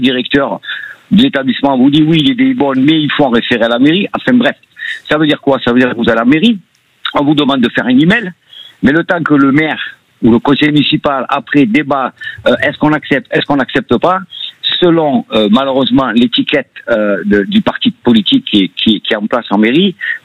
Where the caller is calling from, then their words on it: Nîmes, Occitanie, France; Moi, j'habite à Nîmes.